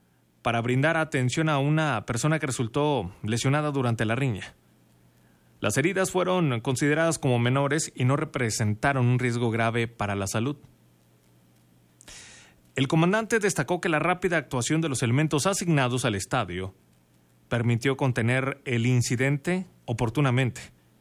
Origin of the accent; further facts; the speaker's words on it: Chihuahua, Mexico; Porque todos somos de Chihuahua. ¿Por qué? Porque todos somos mexicanos.